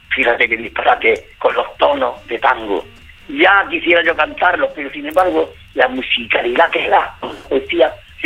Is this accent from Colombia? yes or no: no; Granada, Andalusia, Spain; now in Linares, Spain; Por decirte que soy granaíno, soy andaluz.